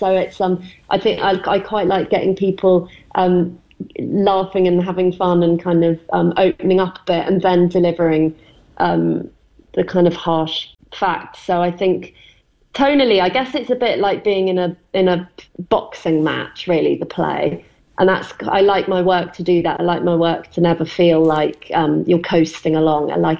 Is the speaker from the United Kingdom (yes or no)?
yes; Stratford-upon-Avon, West Midlands, United Kingdom; moved away; I grew up in Stratford-on-Avon, where Shakespeare was born